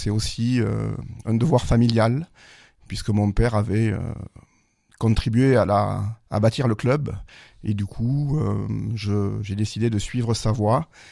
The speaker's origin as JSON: {"language": "French", "town": "Marvejols", "region": "Occitanie", "country": "France", "tie": "born there", "lives_now": "Mende, France", "said": "Oui, je suis né en Lozère, à Marvejols. Je suis d'origine canourgaise, ma famille vit à la Canourgue et je vis à Mende depuis quelques années."}